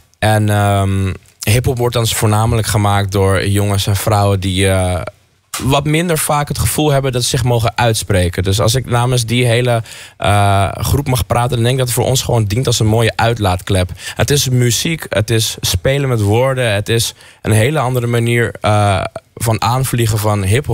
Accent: Almere, Flevoland, Netherlands; ik kom uit Almere, ik ben een Almere yes man.

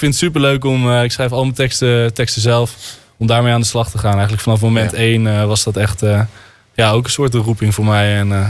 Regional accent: Netherlands

